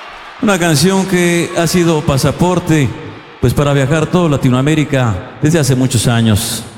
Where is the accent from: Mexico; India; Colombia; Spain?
Mexico; Michoacán; arriba Michoacán, mi tierra allá en México. Gracias paisanos.